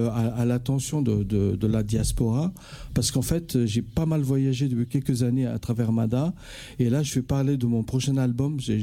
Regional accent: Madagascar; moved away; moi, je vais parler de mon pays d'origine, Madagascar

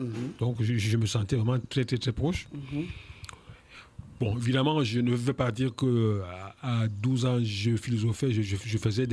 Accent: Cameroon; also born or lived in Paris, France; né le 14e, mais rassurez-vous, j'ai grandi au Cameroun.

